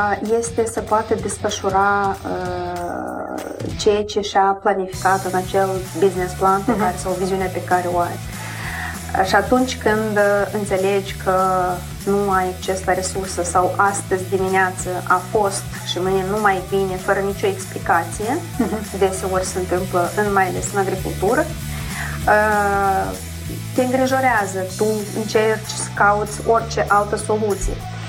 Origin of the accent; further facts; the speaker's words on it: Moldova; precum și noi moldovenii ne regăsim în diverse state unde muncim